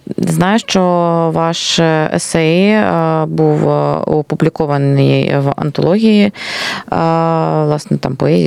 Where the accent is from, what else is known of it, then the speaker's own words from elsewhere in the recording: Luhansk Oblast, Ukraine; moved away; я родом з Луганщини